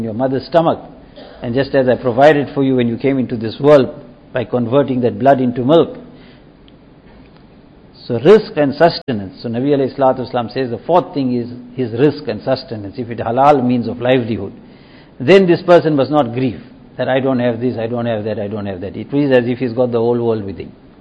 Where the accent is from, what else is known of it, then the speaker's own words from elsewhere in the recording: South Africa; I come from South Africa, you come from London